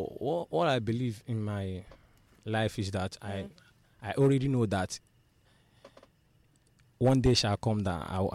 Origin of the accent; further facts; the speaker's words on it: Enugu, Enugu State, Nigeria; I'm Enugu boy.